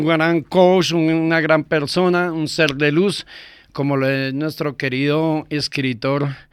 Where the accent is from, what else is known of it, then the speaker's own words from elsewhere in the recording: Colombia; nuestra querida país Colombia